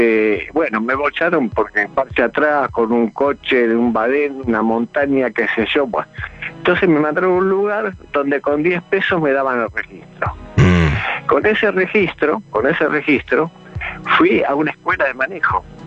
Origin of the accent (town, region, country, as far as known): Almagro, Buenos Aires, Argentina